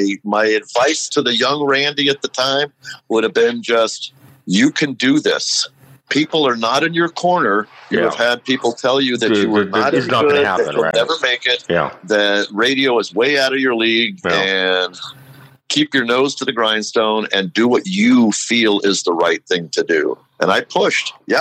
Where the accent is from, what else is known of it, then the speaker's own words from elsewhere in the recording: Los Angeles, California, United States; because when I was growing up in Los Angeles